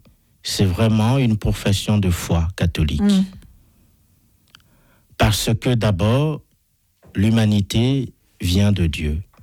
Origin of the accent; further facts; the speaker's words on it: Benin; chez moi au Bénin